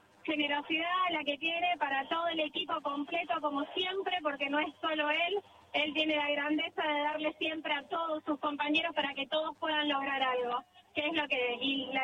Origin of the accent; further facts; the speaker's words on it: Rosario, Santa Fe, Argentina; Venimos de Rosario.